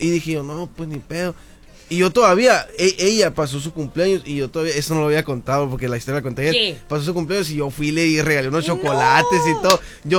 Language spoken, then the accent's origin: Spanish; Hermosillo, Sonora, Mexico; yo soy de Hermosillo, ajá, pues no, o sea, y ya te digo que fui para Tijuana.